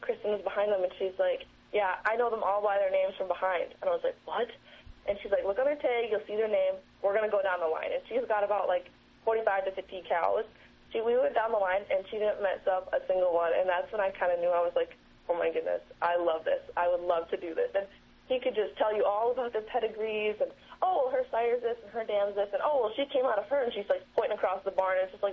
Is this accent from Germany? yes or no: no; Princeton, Minnesota, United States; I come from Princeton, Minnesota, and I am representing Benton County as a Princess Milky Way finalist. I grew up on a registered Hereford farm, actually